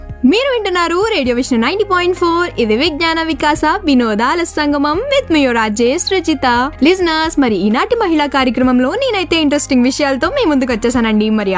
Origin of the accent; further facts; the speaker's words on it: Kanpur, Uttar Pradesh, India; born there; also born or lived in United States / United Kingdom; మా పూర్వీకులది కోల్కతా అయినా నేను పుట్టింది కాన్పూర్ లో. మా నాన్న ఉద్యోగరీత్యా వివిధ ప్రాంతాల్లో చదువుకున్నా.